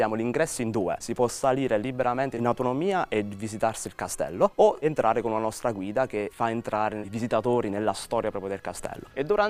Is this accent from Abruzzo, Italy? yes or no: yes; Roccascalegna, Abruzzo, Italy; Rocca Scaregna, oltre ad essere il mio paese, luogo dove mi piace vivere, dove ho la maggior parte degli amici, degli interessi